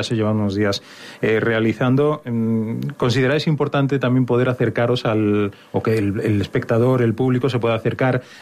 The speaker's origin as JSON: {"language": "Spanish", "area": "Zamora", "region": "Castile and León", "country": "Spain", "said": "tal como somos los zamoranos"}